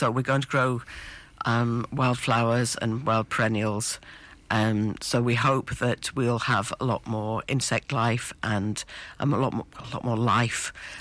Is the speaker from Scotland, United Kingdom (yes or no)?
no; Wales, United Kingdom; I'm from Powys. We have community gardens in Powys